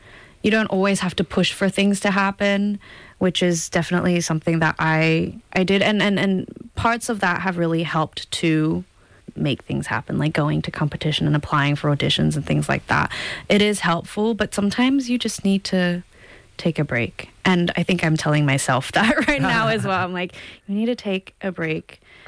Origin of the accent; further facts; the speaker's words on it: Australia; also born or lived in Chicago; now in Vienna, Austria; I am very Australian.